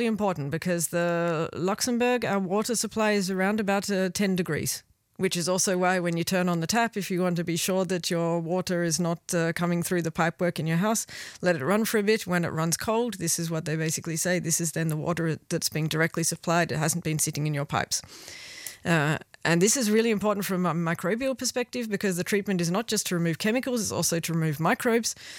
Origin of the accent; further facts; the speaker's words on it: Perth, Western Australia, Australia; born or raised there